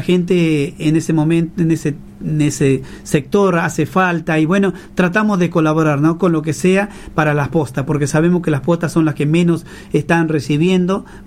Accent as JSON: {"language": "Spanish", "town": "Medellín", "region": "Santiago del Estero", "country": "Argentina", "said": "nosotros somos de Medellín"}